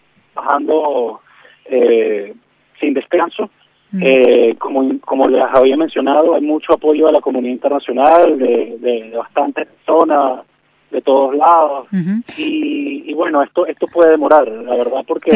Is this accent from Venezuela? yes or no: yes; Venezuela; soy un ciudadano venezolano